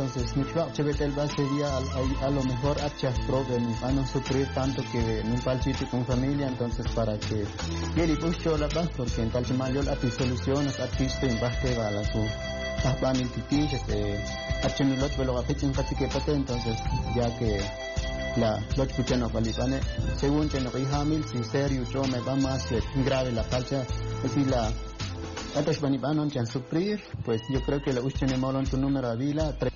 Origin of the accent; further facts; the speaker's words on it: Ixil region, Guatemala; En mi dialecto, porque soy Ixil.